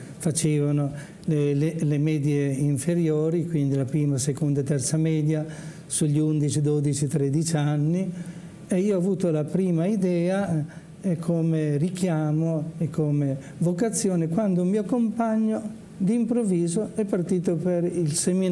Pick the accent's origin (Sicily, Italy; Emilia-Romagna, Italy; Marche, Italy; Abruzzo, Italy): Marche, Italy; Pesaro; io sono un marchigiano. Vengo da Pesaro. Pesaro è una provincia al nord delle Marche, e … è da lì da tanto tempo.